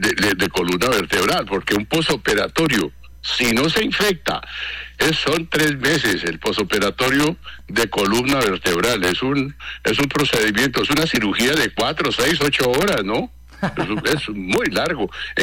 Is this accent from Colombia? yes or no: yes; Villavicencio, Meta, Colombia; Yo vengo hace aquí 15 años. Además, soy hijo de Villavicencio